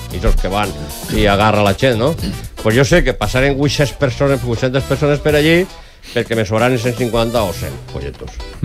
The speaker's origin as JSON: {"language": "Catalan", "town": "Jaén", "region": "Andalusia", "country": "Spain", "tie": "born there", "moved": "yes", "lives_now": "Valencia, Spain", "said": "Jo no soc nascut així en València, jo soc nascut en Jaén, perquè ho sapiau."}